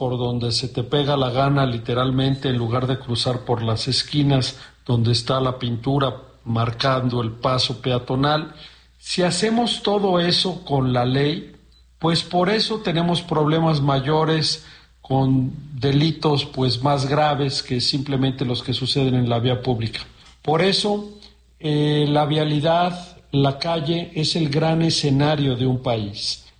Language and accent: Spanish; Mexico; si como mexicanos queremos mejorar